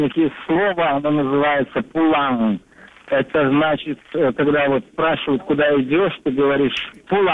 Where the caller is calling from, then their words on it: Indonesia; Я звоню вам из Индонезии. У нас уже вот 11 ночи.